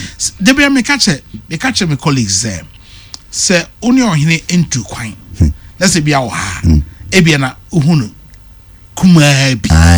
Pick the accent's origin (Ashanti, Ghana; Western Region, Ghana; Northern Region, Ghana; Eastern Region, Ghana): Western Region, Ghana; I'm from Western region